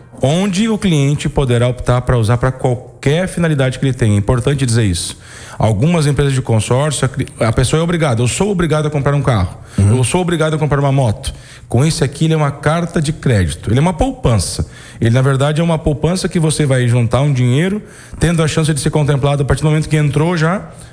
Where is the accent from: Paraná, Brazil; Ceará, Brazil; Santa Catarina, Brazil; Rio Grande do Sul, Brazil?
Rio Grande do Sul, Brazil; como eu sou lá do Rio Grande do Sul